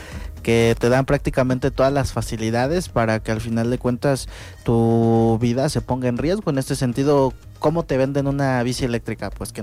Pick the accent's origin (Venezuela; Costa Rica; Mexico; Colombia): Mexico; nosotros como mexicanos a veces pensamos que son muy tediosas